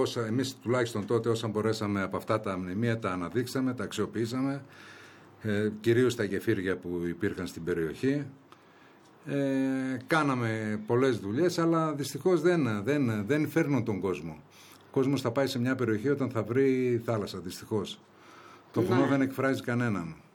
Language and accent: Greek; Greece; Εγώ γεννήθηκα εκεί, μεγάλωσα εκεί, έκατσα 16 χρόνια δήμαρχος.